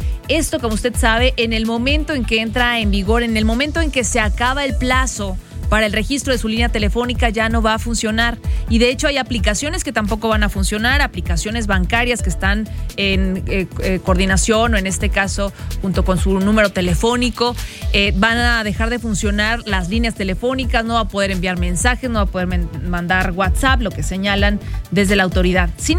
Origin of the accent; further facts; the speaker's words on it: Mexico; ya sabe cómo somos los mexicanos